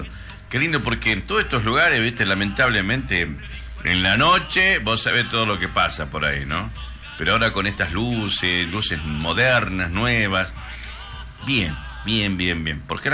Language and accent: Spanish; Argentina; yo creo que todos somos argentinos